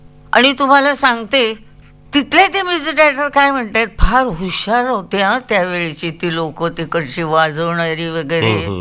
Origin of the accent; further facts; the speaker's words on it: Maharashtra, India; पण कोणाला हे माहिती नव्हतं की मी एक महाराष्ट्रीयन आहे, ते मला मद्रासीच समजायचे.